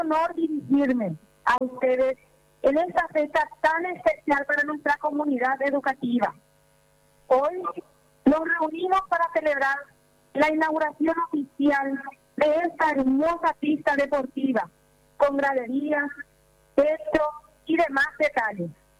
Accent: Paraguay; los paraguayos somos gigantes.

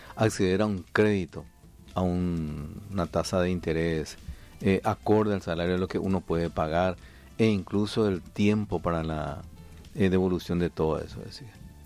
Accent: Paraguay; somos los paraguayos

